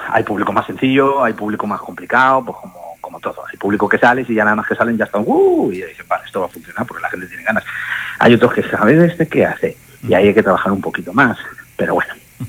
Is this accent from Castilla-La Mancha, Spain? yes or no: yes; Albacete, Castilla-La Mancha, Spain; Yo soy de Albacete